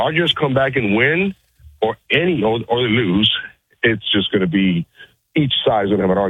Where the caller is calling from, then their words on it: Ottawa, Ontario, Canada; I'm calling from Ottawa.